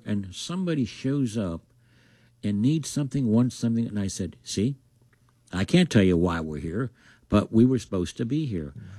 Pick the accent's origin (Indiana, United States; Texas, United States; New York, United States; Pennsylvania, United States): Pennsylvania, United States; Farrell; I literally walk around with a chip on my shoulder like, yeah, I'm from Farrell. What of it?